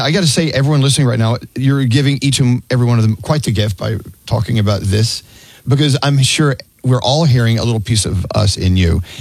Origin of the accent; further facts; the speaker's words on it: Texas, United States; growing up in Texas